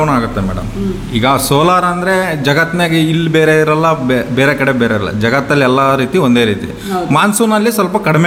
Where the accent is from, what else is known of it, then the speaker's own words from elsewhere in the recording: Ranebennur, Karnataka, India; moved away as an adult; now in Shivamogga, India; ನಂದು ಪ್ರಾಪರ್ ಬಂದುಬಿಟ್ಟು ರಾಣೇಬೆನ್ನೂರು, ಬಟ್ ಇವಾಗ ಶಿವಮೊಗ್ಗದಲ್ಲಿ ಬಂದು 10 ವರ್ಷ ಆಯಿತು.